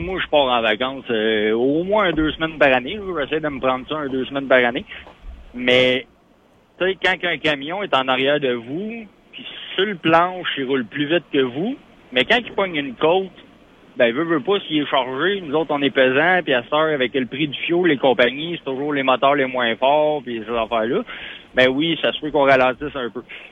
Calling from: Quebec, Canada; habituellement, je fais de la Côte-Nord, mais là, je suis à Québec.

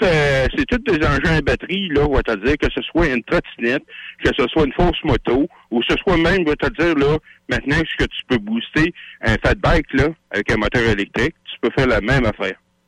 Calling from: Lévis, Quebec, Canada; Moi, je suis à Lévis, ici, le soir, là.

